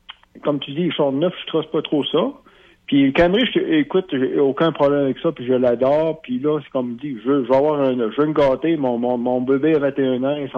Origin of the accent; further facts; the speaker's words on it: the Maritimes, Canada; mais moi je viens des Maritimes